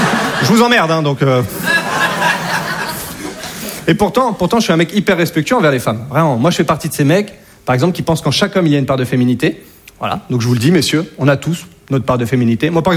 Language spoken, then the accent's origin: French; Hauts-de-France, France; Et ça, ça m'a choqué parce que chez moi, en Picardie, voilà, entre voisins, franchement, il y a une bonne ambiance.